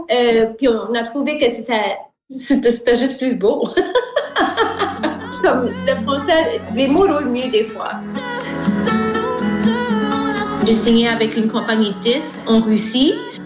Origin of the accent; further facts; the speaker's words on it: Acadia, Canada; je suis acadienne au fond